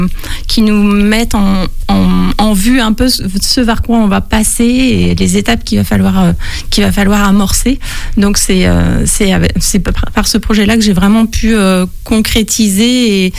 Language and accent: French; Chalon-sur-Saône, Bourgogne-Franche-Comté, France; je viens de Chalon. Donc, je n'ai pas vraiment bougé. Je suis restée dans le secteur.